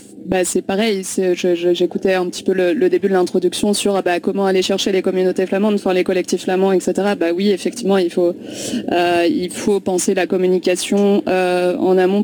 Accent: France; bon, moi je suis française, donc j'ai observé ça un peu de loin

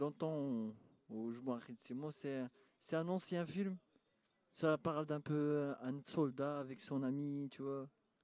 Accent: Agadir, Souss-Massa, Morocco; now in Dunkirk, France; je viens du Maroc, du sud du Maroc, Agadir exactement.

